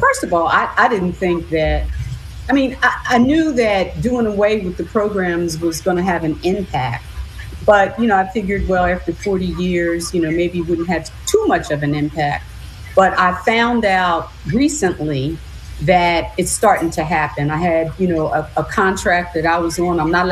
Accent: Philadelphia, Pennsylvania, United States; We feel kind of proud, you know, because we're all here from Philadelphia.

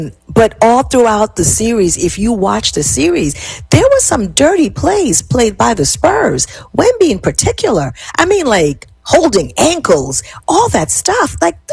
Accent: Jamaica; As a Jamaican

